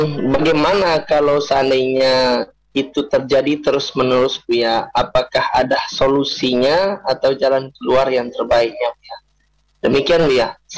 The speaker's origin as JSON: {"language": "Indonesian", "town": "Lubuk Basung", "region": "West Sumatra", "country": "Indonesia", "said": "Saya dari Agam Lubuk Basung, Sumatera Barat."}